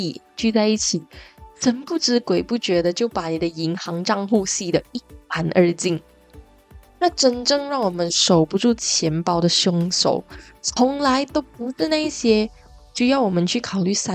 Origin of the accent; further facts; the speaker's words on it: Malaysia